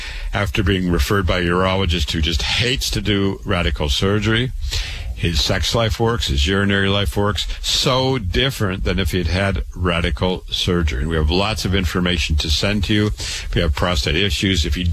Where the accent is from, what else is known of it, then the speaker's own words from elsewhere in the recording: Waterloo, Iowa, United States; I was born and raised in Waterloo, Iowa. I went to public school, university, medical school, MD at 25.